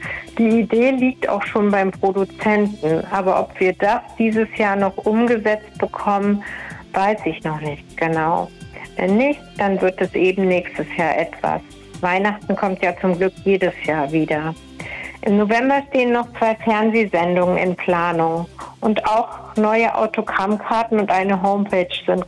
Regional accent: Harz, Germany; Ich fahre auch gerne in den Harz und genieße einfach dort die Zeit, da wo ich herkomme, denn meine Wurzeln sind ja dort und die Heimat lockt einen natürlich immer wieder zurück.

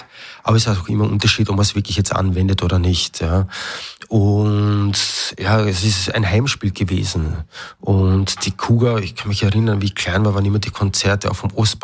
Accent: Großwarasdorf, Burgenland, Austria; first language German; now in Upper Austria, Austria; Also ich komme aus Großvarasdorf, bin, wie du schon vorher erwähnt hast, Burgenland-Kroate, bin in einem zweisprachigen, wie soll ich sagen, mein Papa kommt aus Nikisch, meine Mama aus Oberleusdorf. Die Bezugssprache oder die Hauptsprache daheim war Deutsch.

